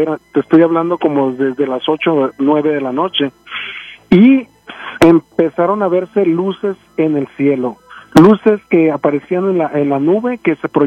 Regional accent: Mazatlán, Sinaloa, Mexico; Mazatlán, Sinaloa, de donde soy yo.

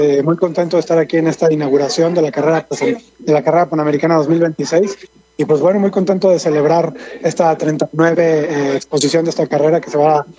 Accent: San Luis Potosí, Mexico; pasamos por mi ciudad natal que es San Luis Potosí

